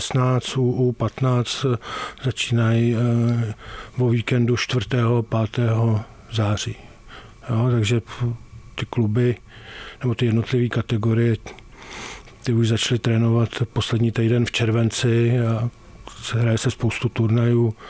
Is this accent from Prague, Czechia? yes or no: yes; Prague, Czechia; protože jsem z Prahy, celý život jsem prožil v Praze